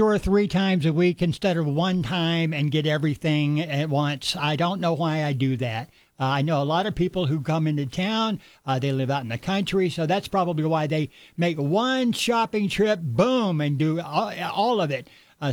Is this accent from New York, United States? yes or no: no; Memphis, Tennessee, United States; Reminds me of being a kid growing up in Memphis.